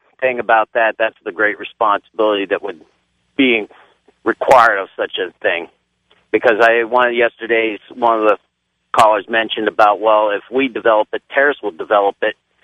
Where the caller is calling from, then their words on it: West Palm Beach, Florida, United States; you talking to … out of West Palm?